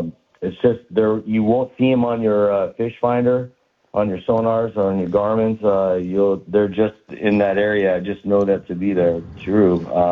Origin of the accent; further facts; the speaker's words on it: Eatonville, Washington, United States; I grew up on Henley Silver Lake in Eatonville.